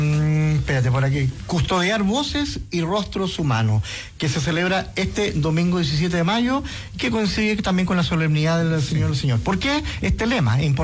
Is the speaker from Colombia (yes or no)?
no; Chile; los chilenos no somos tontos